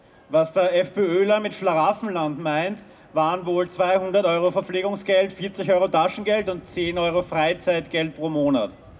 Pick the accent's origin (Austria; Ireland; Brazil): Austria; Lower Austria; Ich bin selber Niederösterreicherin.